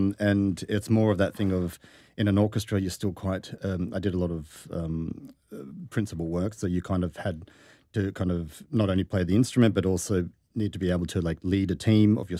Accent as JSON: {"language": "English", "town": "Sydney", "region": "New South Wales", "country": "Australia", "said": "I'm from Sydney"}